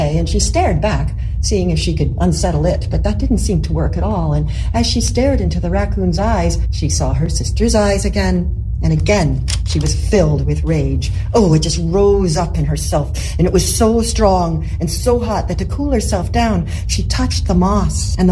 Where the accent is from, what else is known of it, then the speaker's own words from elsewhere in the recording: British Columbia, Canada; I'm from Vancouver Island, Canada, which is, you have to take a ferry from Vancouver.